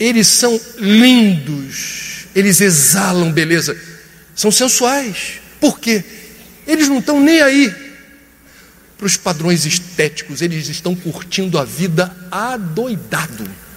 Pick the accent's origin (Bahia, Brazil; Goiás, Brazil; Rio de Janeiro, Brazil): Rio de Janeiro, Brazil; Eu venho do Rio de Janeiro, Copacabana. É o bairro do Brasil com a maior concentração de idosos por metro quadrado.